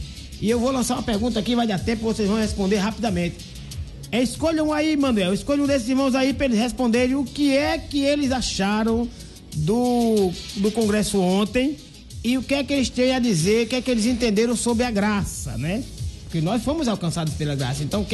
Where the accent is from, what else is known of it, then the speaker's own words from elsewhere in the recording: Santa Luzia, Paraíba, Brazil; Eu sou paraibano de Santa Luzia